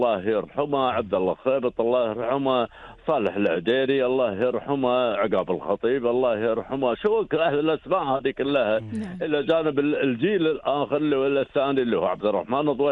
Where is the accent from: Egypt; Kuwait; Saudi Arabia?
Kuwait; عندنا هنا مثلا في الكويت